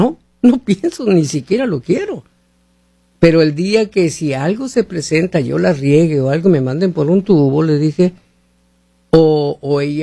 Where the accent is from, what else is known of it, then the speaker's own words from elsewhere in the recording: Mexico; soy mexicano, ¿eh?